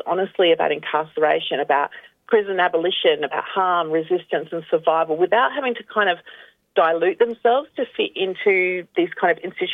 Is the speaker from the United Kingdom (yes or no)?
no; South Australia, Australia; I was born and raised on Kaurna country, but my mother's country is in the southwestern areas, so they call Victoria. But I wasn't raised by my mother, but I was raised here on Kaurna country.